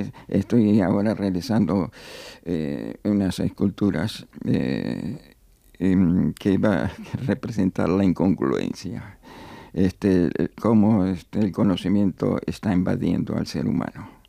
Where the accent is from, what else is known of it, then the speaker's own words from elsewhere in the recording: Argentina; voy a tratar de ser breve, como argentino casi es imposible.